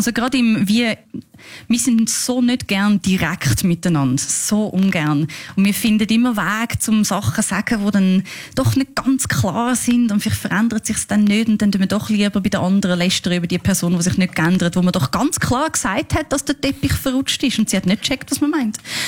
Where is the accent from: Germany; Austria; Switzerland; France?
Switzerland; ich bin da in der Schweiz aufgewachsen. Ich habe die Ansprüche, die man hat, wenn man in der Schweiz aufwächst.